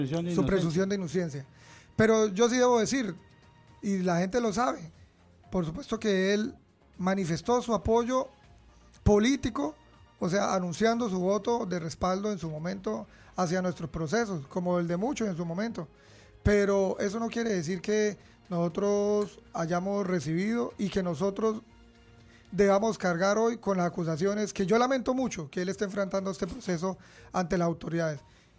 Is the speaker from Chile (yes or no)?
no; Arauquita, Arauca, Colombia; soy un hijo de Arauquita y por ello me conocen